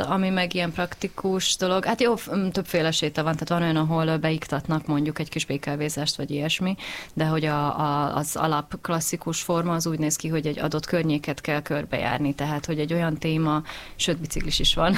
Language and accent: Hungarian; Budapest, Hungary; zuglói vagyok